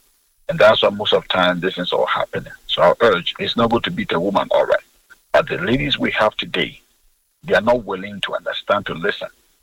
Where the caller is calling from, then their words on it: East Legon, Greater Accra, Ghana; Okay, I'm calling from East Legon.